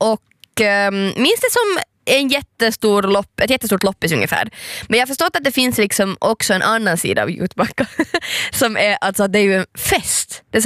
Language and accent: Swedish; Vaasa, Ostrobothnia, Finland; Det gillar jag som Vasabo.